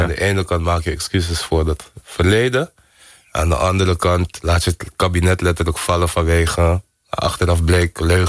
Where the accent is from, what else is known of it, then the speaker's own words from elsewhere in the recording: Amsterdam, North Holland, Netherlands; ik ben hier geboren en getogen in Amsterdam, in Nederland. Maar ik woonde wel in een hele Surinaamse omgeving.